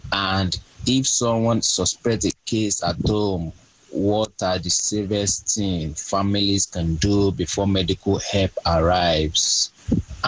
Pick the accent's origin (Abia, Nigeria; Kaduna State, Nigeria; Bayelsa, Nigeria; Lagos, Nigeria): Lagos, Nigeria; Hello, everyone all over the world. … from Lagos, Nigeria.